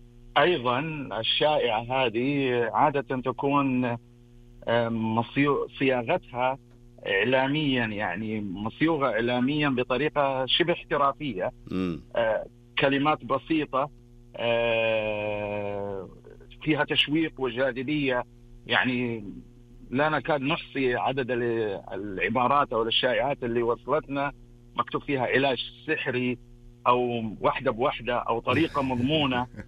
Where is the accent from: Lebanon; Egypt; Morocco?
Lebanon; أنا لبناني.